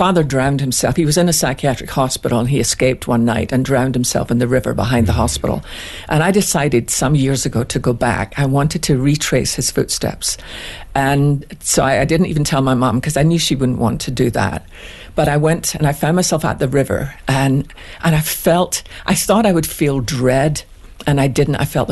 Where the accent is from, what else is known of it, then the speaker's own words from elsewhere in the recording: Scotland, United Kingdom; Because we're Scottish, we just get on with life.